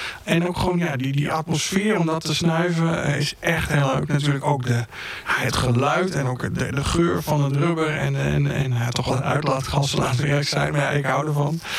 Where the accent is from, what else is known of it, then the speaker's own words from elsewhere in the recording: Gelderland, Netherlands; ja, ik kom uit de Achterhoek. En dit volgende bandje is dan ook een beetje een lokaal favoriet.